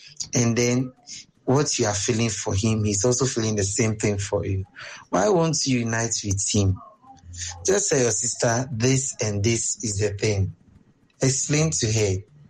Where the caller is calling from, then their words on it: Jamestown, Greater Accra, Ghana; I'm speaking from Jamestown.